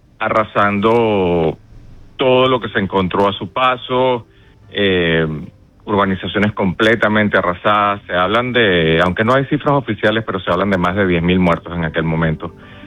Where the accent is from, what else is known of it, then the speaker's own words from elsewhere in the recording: Venezuela; moved away; son momentos muy difíciles para uno como venezolano viviendo aquí en fuera de Venezuela.